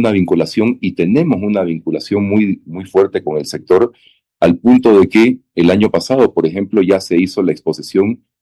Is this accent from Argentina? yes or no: no; Bolivia; nuestro orgullo boliviano